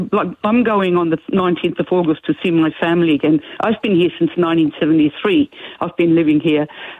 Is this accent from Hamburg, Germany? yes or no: yes; Hamburg, Germany; moved away; I grew up in Hamburg, born in Hamburg and grew up in Hamburg